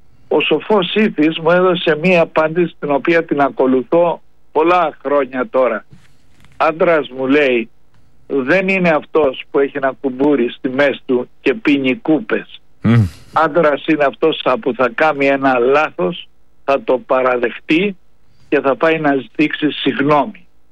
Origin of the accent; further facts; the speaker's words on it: Crete, Greece; Θα το καταλάβει ο οποιοσδήποτε επισκέπτης από την πρώτη φορά που θα πατήσει τα πόδια του στο νησί μας.